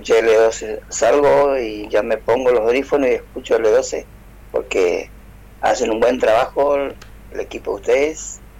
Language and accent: Spanish; Misiones, Argentina; yo también soy del norte de Misiones.